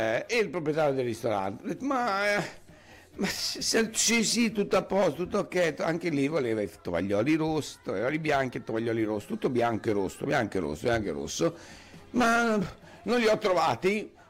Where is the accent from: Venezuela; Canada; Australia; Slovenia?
Australia; non mi puoi prendere tutto quello solo perché sono australiano, perché questa è la mentalità che ho trovato in giro e c'è. Ma sì, sono straniero, ma che ce ne fu?